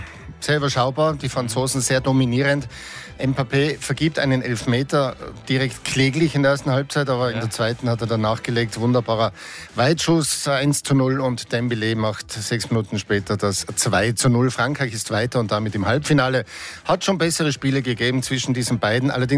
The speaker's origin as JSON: {"language": "German", "country": "Austria", "said": "als Österreicher"}